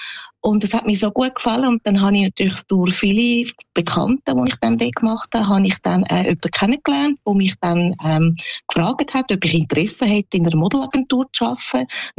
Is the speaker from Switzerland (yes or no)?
yes; Switzerland; born or raised there